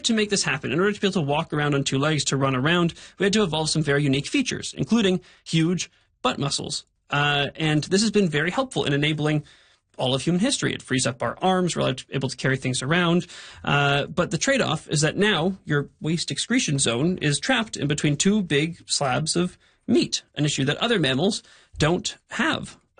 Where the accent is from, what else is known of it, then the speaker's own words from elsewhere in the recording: Hamilton, Ontario, Canada; now in Vancouver, Canada; my hometown of Hamilton.